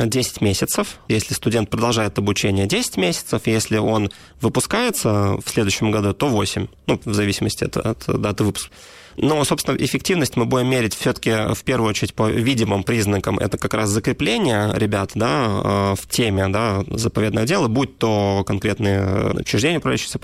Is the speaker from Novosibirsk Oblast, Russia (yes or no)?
no; Saint Petersburg, Russia; Я родился в Петербурге и вырос в Санкт-Петербурге